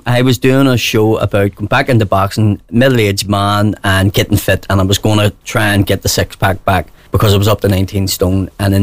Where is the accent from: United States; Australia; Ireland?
Ireland; we're Irish, let's make fun of stuff that affects us.